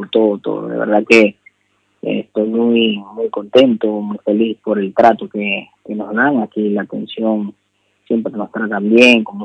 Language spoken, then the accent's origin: Spanish; Maracaibo, Zulia, Venezuela; born there; Nací en Venezuela, Maracaibo, Estado Zulia.